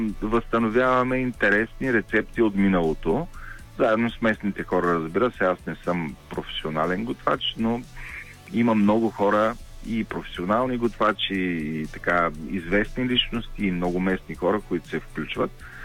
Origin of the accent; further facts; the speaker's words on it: Burgas, Burgas Province, Bulgaria; now in Sofia, Bulgaria; Аз съм родом от Бургас, въпреки че вече повече от 30 години живея в София.